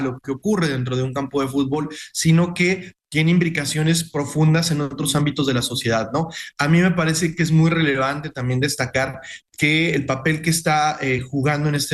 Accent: Mexico; este pretexto que tenemos precisamente para reflexionar nosotros como comunidad, como mexicanos.

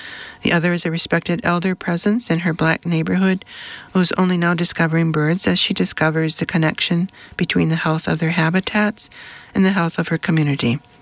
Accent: Northern United States, United States; So, in a sense, as strange and foreign to me as when I, as an American, set foot in Africa, being here in Alabama represents a homecoming for this northerner.

